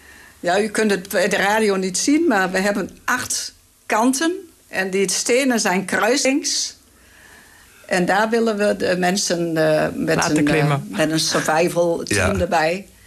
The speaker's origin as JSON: {"language": "Dutch", "town": "Winterswijk", "region": "Gelderland", "country": "Netherlands", "said": "Omdat we zelf ook uit Winterswijk komen."}